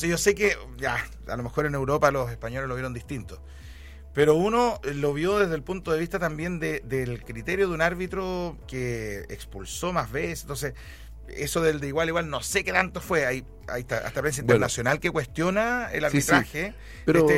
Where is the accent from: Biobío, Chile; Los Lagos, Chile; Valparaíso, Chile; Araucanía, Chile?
Valparaíso, Chile; Yo soy porteño